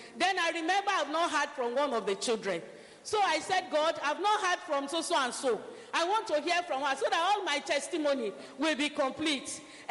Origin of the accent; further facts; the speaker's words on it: Benue, Nigeria; I'm from Benue Central.